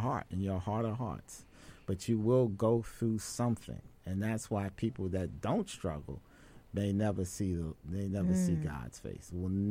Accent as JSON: {"language": "English", "region": "New York", "country": "United States", "said": "I was from New York"}